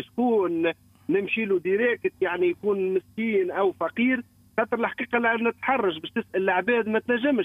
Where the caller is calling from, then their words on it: Tunisia; خويا انا من تونس،